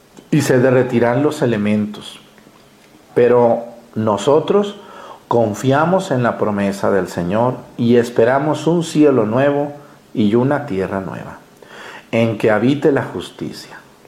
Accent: Mexticacán, Jalisco, Mexico; moved away; a Mexicacán, a mi pueblo

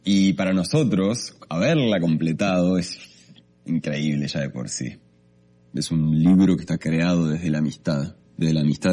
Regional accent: Uruguay; para nosotros como uruguayos

